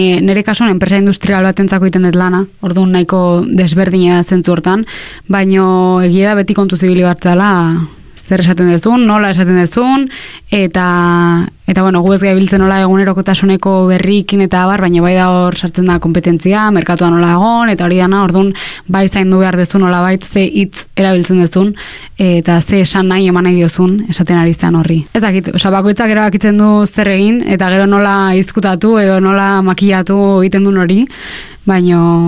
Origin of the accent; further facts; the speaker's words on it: Lazkao, Basque Country, Spain; now in Beasain, Spain; Lazkaon jaio nintzen, Beasainen bizi naiz, baina Lazkaotarra naiz izatez.